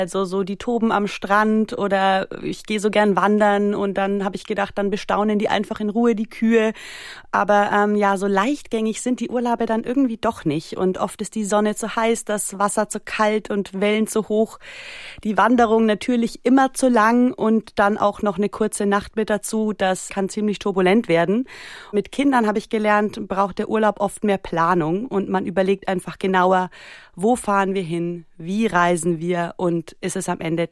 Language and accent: German; Bavaria, Germany; Ich komme nämlich gebürtig aus Mittelfranken